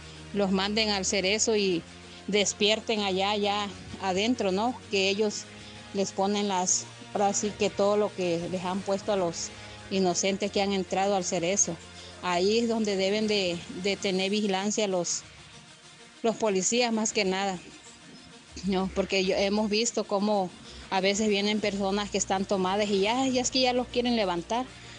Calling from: Cintalapa, Chiapas, Mexico; De nuestro barrio, de nuestro municipio de Cintalapa.

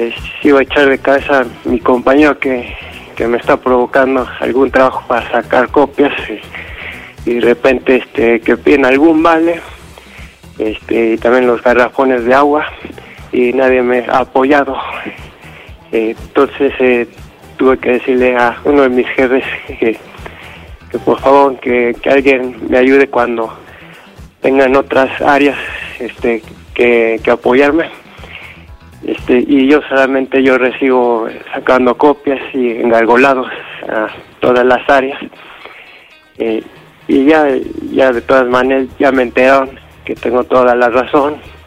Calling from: Mexico City, Mexico; la Ciudad de México, en Benito Juárez

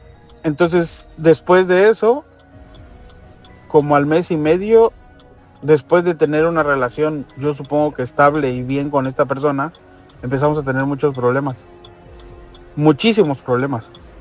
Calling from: Berriozábal, Chiapas, Mexico; yo vivo en Berriozábal ahorita.

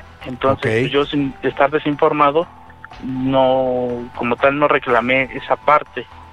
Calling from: Mexico City, Mexico; De Tlatelolco, Ciudad de México.

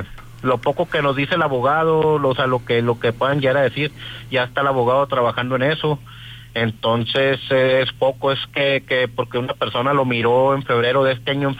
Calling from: Nogales, Sonora, Mexico; Yo vivo en Nogales, yo vivo en Nogales.

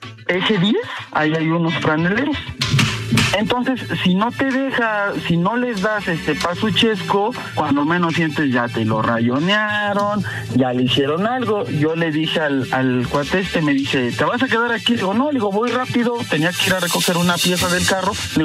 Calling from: Mexico City, Mexico; De la CDMX.

